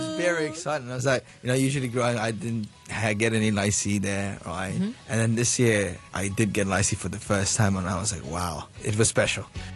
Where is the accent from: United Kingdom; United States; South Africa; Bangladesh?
Bangladesh; now in Hong Kong; I grew up in Bangladesh entirely. That's my idea. It's like people don't have PDA in public, right? And here in Hong Kong